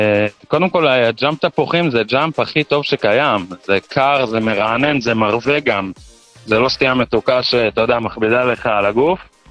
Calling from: Kiryat Malakhi, Southern District, Israel; אני מקריית מלאכי

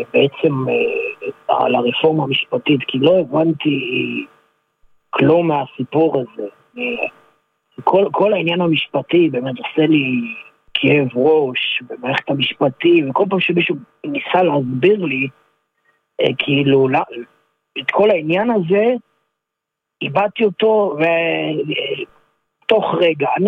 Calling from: Ashkelon, Southern District, Israel; ואני מאשקלון.

